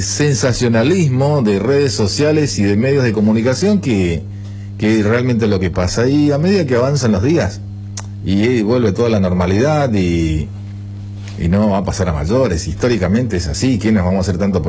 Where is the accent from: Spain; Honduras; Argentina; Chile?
Argentina